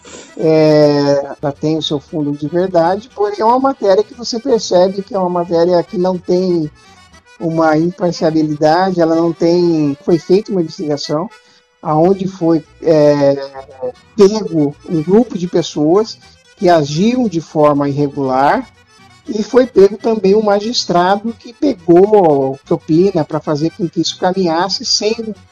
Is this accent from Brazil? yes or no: yes; Piracicaba, São Paulo, Brazil; aqui eu sou de Piracicaba, né, interior de São Paulo.